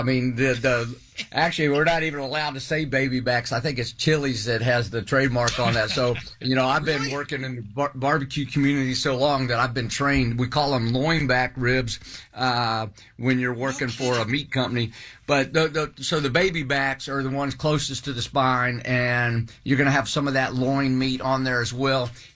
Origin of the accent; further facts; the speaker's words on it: Virginia, United States; You know, I'm from Virginia